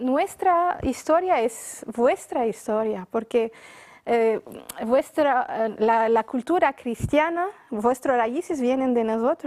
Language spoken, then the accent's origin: Spanish; Lebanon